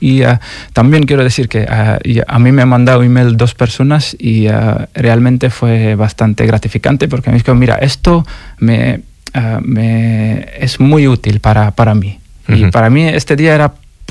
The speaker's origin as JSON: {"language": "Spanish", "town": "Oxford", "region": "South East England", "country": "United Kingdom", "second_language": "Spanish", "moved": "as an adult", "lives_now": "Torrelavega, Spain", "said": "yo vengo de Inglaterra, de Oxford, y venía aquí para vivir"}